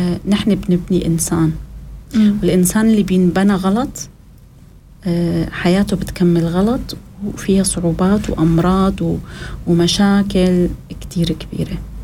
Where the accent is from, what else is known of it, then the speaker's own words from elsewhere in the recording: Syria; حتى عن جد هذا كلام دارج عندنا بالشام أو بسوريا.